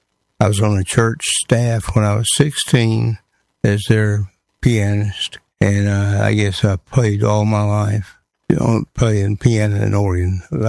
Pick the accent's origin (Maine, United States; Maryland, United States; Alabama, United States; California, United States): Alabama, United States; Mobile; born there; I was born in Mobile, but my dad was in the service and moved around, and so I never really lived there.